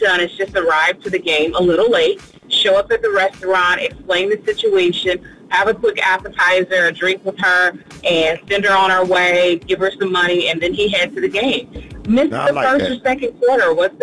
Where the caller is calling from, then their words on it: St. Louis, Missouri, United States; out of St. Louis, Missouri